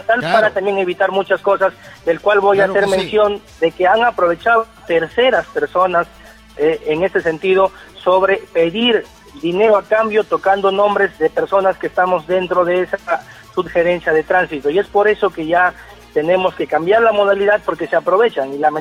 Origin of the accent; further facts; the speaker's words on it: Pucará, Cajamarca, Peru; Yo acepto que soy de Pucará